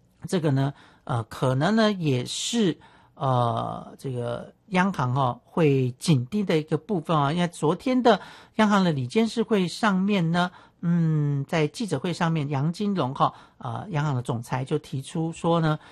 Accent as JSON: {"language": "Chinese", "country": "Taiwan"}